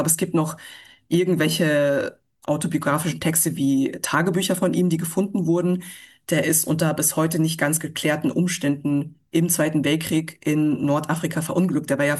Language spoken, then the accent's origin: German; Munich, Bavaria, Germany; da ich in München geboren und aufgewachsen bin